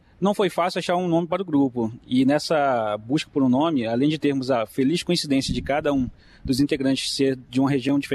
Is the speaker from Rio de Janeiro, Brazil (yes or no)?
yes; Rio de Janeiro, Brazil; sou do Rio de Janeiro, represento o Sudeste